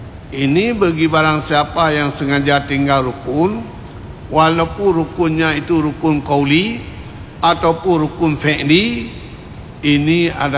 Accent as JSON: {"language": "Indonesian", "region": "Aceh", "country": "Indonesia", "said": "Biasa kalau kita orang Aceh, kaum-kaum ibu sering sembahyangnya di sawah, salat di sawah"}